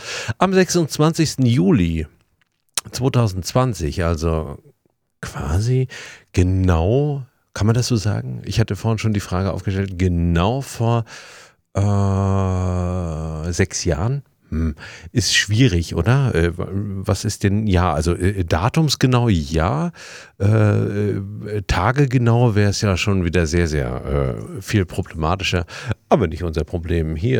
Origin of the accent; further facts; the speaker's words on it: Mecklenburg-Vorpommern, Germany; weil wir gesagt haben, wir kommen aus Mecklenburg, was soll sein?